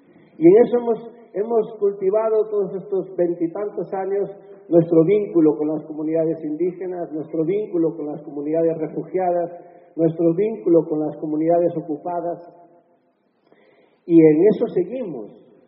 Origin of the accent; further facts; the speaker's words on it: Galicia, Spain; Lo sentimos mucho, somos gallegos.